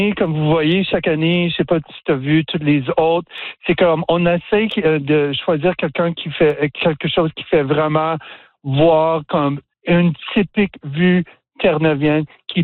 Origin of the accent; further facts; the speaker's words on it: Ontario, Canada; also born or lived in Quebec / Maritimes; Tu sais, moi, je viens de l'Ontario, j'ai mm-hmm. passé beaucoup de temps au Québec, au Maritime